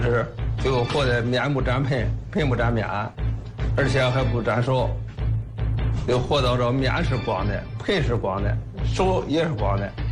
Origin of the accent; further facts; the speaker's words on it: Linqing, Shandong, China; 我家乡这个地方就是当时运营河沿着古码头位置